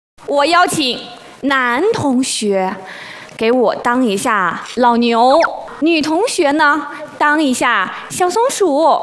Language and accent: Chinese; Hong Kong; 大家好，我是来自香港的 … ，今天呢是我第一次在内地给小朋友们上课，我感到非常的开心。